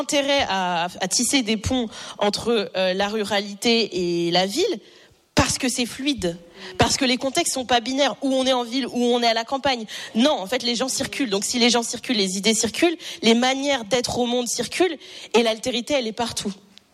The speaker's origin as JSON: {"language": "French", "town": "Châtel-Guyon", "region": "Auvergne-Rhône-Alpes", "country": "France", "tie": "born or raised there", "also_born_or_lived": "Riom", "said": "Je suis née à Rion, à côté de Clermont-Ferrand, et j'ai grandi dans des petits villages à Enza, à Chappes et à Châtel-Guyon, où mon père vit toujours."}